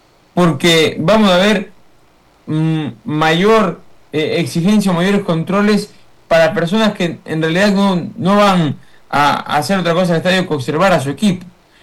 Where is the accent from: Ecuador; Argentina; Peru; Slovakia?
Ecuador; para nosotros como ecuatorianos que queremos que Ecuador haga un gran torneo